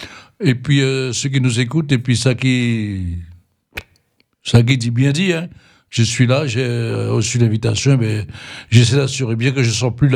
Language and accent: French; France; born there; Je suis de France, monsieur, je suis né en France.